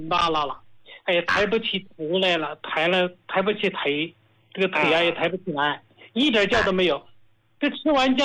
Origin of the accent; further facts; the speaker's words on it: Hubei, China; 我是胡家老哥的受益者，我是湖北人，